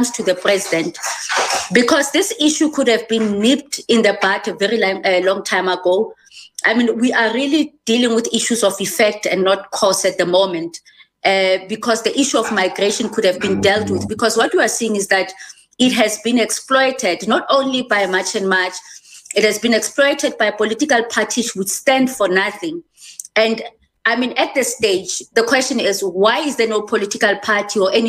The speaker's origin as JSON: {"language": "English", "town": "Soweto", "region": "Gauteng", "country": "South Africa", "tie": "born or raised there", "said": "I grew up in Soweto, and I grew up in an area where Inkatha Freedom Party was mutilating and killing our people."}